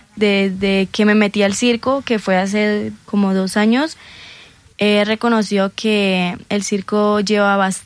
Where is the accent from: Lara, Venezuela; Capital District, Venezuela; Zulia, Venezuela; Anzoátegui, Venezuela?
Zulia, Venezuela; Maracaibo; Vengo de Maracaibo.